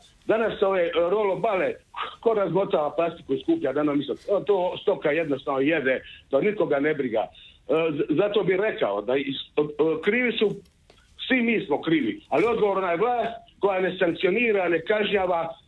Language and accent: Croatian; Knin, Šibenik-Knin County, Croatia; Pa ja ću spomenuti, ja dolazim iz Knina, inače i sa Imoćanim.